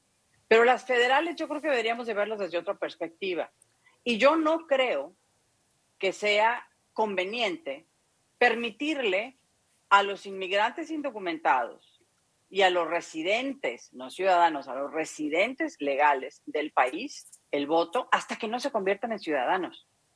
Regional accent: Mexico; Ni tampoco en México me dejan votar si no digo que soy mexicana y presento pruebas de que soy mexicana.

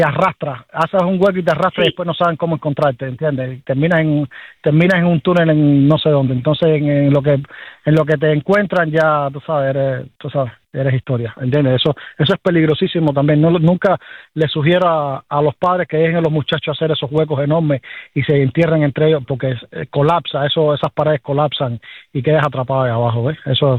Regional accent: Varadero, Matanzas, Cuba; moved away; Sí, ese es mi lugar, ese es mi tierrita, mi terruño ahí, hermano. Tú sabes, yo quiero ese lugar que tú no eres capaz de imaginarte, hermano. Y lo extraño todos los días. Ahí pasé mis mejores etapas de mi vida

